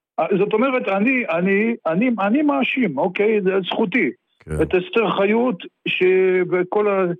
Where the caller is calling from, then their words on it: Petah Tikva, Central District, Israel; אני מפתח תקווה.